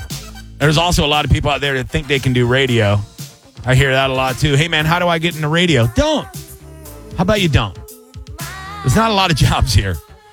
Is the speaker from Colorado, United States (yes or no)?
no; Seminole Heights, Florida, United States; I was always a big kid, a fat kid, obviously, but I was a little scrappy, growing up in Seminole Heights.